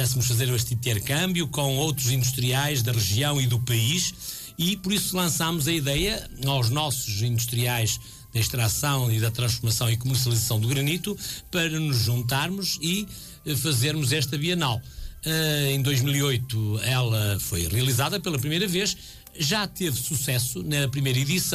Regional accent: Marco de Canaveses, Norte, Portugal; enquanto Presidente da Câmara Municipal de Marco de Canaveses, quando assumi pela primeira vez esta missão pública na minha terra

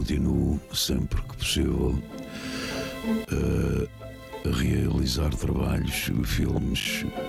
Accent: Azores, Portugal; dos Açores, nasci nos Açores, claro.

